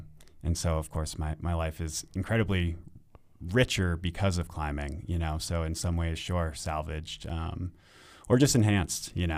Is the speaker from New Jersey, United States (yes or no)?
yes; New Jersey, United States; moved away; I'm from New Jersey.